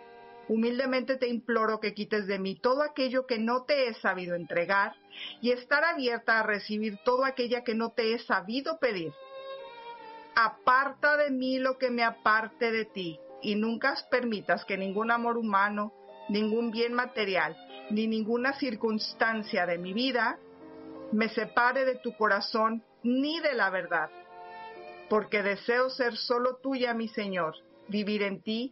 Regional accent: Mexico; yo que soy mexicana

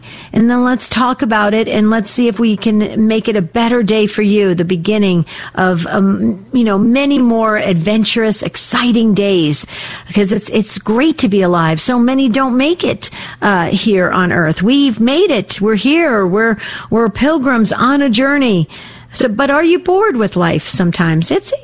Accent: New Jersey, United States; now in Arizona, United States; I grew up in Jersey. We don't have any grass in Arizona.

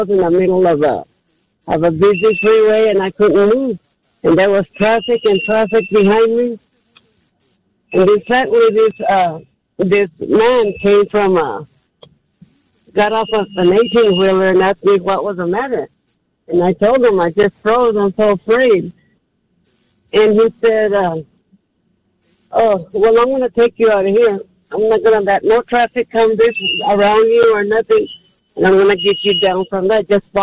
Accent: San Angelo, Texas, United States; My story is that I'm from San Angelo.

